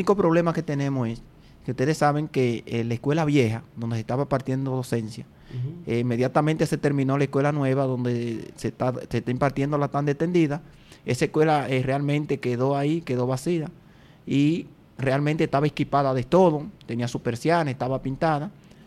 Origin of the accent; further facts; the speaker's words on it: Baní, Peravia, Dominican Republic; born there; now in zona norte, Dominican Republic; Vanilejo. Sí, soy Vanilejo porque nací en Bardecia.